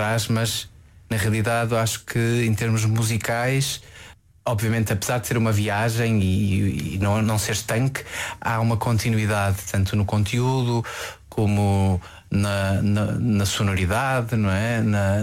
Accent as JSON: {"language": "Portuguese", "town": "Porto", "region": "Norte", "country": "Portugal", "tie": "born or raised there", "also_born_or_lived": "Azores", "said": "eu nasci nos Açores e, ou seja, na realidade vivi quase a minha vida toda no Porto, em território nacional."}